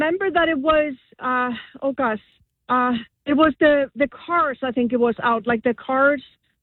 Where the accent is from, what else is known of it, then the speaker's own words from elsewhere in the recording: Iceland; moved away as an adult; also born or lived in Norway / Morristown, New Jersey; now in South Jersey, United States; So I'm from Iceland. And when I grew up, there was maybe like a shelf or two with toys, right? This is late 60s, early 70s. Fast forward, I moved to Morristown, New Jersey